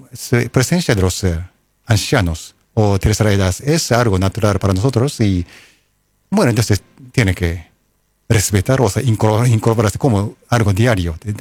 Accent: Japan; yo soy japonés.

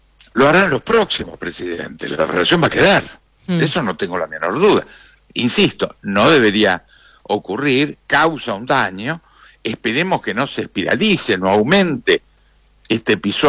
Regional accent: Argentina; yo soy argentino

